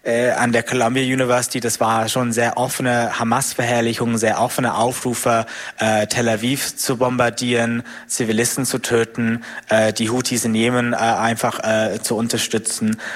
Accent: United Kingdom; German is a second language; So eine schöne Veranstaltung wie heute Abend könnte ich in Großbritannien, wo ich herkomme, niemals machen.

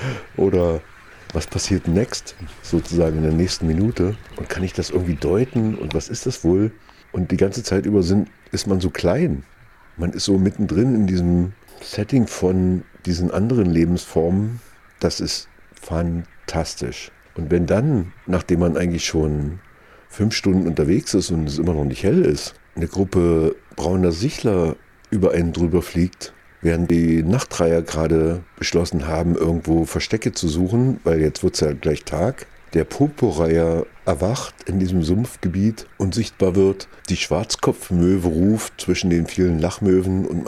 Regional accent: Bavaria, Germany; now in Halle, Germany; Der Frank, die Arela und ich, wir sind aus Halle nach Franken gefahren. Denn wie das so ist, wenn Menschen sozusagen in Städten irgendwann mal ihre Jobs bekommen, dann ist man ja so zusammengewürfelt und hat natürlich trotzdem irgendwie eine Herkunft, also wo man auch aufgewachsen ist.

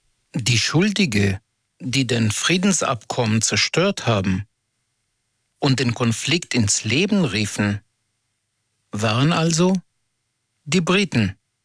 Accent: Israel; Ich komme aus Israel, eine Demokratie, die gerade zerfällt, genau wegen Menschen, wie ihr es seid.

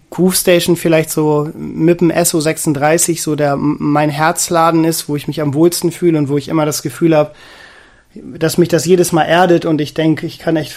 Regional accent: Northern Germany, Germany; wir sind aus Norddeutschland.

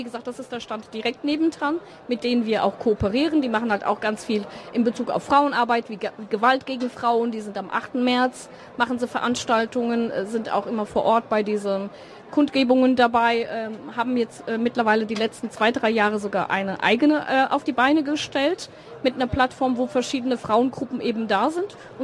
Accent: Hesse, Germany; born there

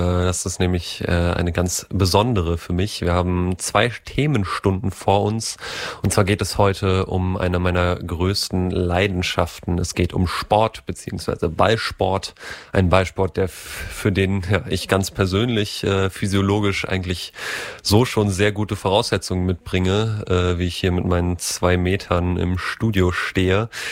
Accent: Potsdam, Brandenburg, Germany; habe mit 14 in meiner Heimatstadt in Potsd

